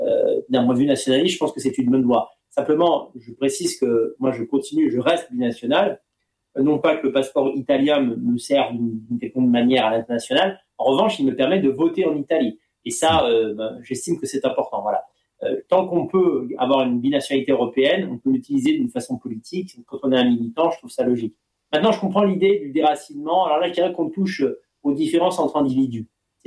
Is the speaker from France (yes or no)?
yes; France; moved away as an adult; now in Romania; j'ai les mêmes références culturelles que mes amis français, dire franco-français. Évidemment, j'ai plus de culture française que de culture italienne, parce que j'ai toujours vécu dans ce pays.